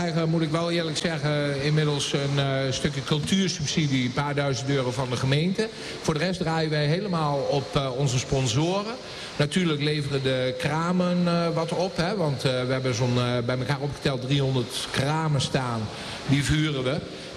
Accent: Doesburg, Gelderland, Netherlands; moved away as an adult; now in Vaassen, Netherlands; Ik kom uit Doesburg

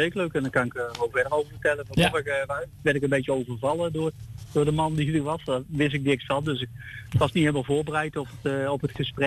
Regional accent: Ede, Gelderland, Netherlands; Wij komen uit Ede vandaan.

